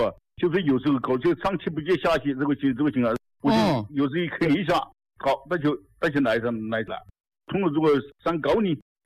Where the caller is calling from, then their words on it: Tianmen, Hubei, China; 我是天门的。